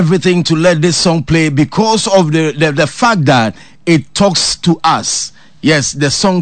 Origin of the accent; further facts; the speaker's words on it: Ghana; As a Ghanaian, as a citizen